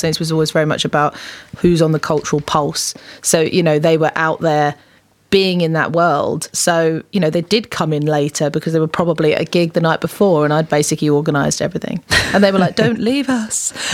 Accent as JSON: {"language": "English", "region": "South East England", "country": "United Kingdom", "tie": "born or raised there", "said": "I was a little girl from the countryside in Kent, suddenly thrown into this very uber cool rock and roll environment."}